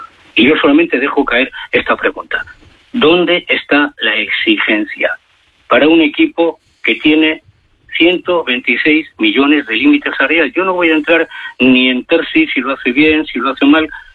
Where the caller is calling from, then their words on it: Castro Urdiales, Cantabria, Spain; En este momento en Casturdiales.